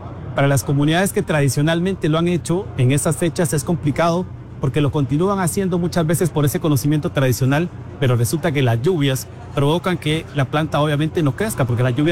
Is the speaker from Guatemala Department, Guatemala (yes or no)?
no; San Agustín Acasaguastlán, El Progreso, Guatemala; Personalmente soy de San Agustín, Casaguastlán, entonces hablábamos del Progreso, Zacapa, Chiquimula.